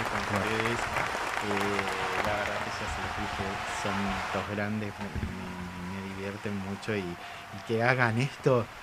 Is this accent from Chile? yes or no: no; Ingeniero Luiggi, La Pampa, Argentina; mi pueblo natal, Ingeniero Luis de la Pampa, donde tengo los comienzos, ahí nace mi arte, desde muy chico con mi padre